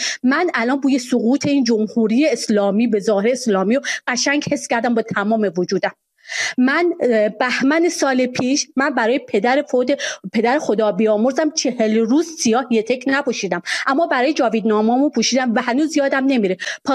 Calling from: Iran

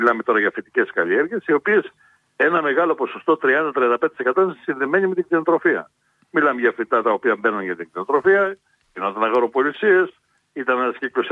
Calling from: Thessaly, Greece

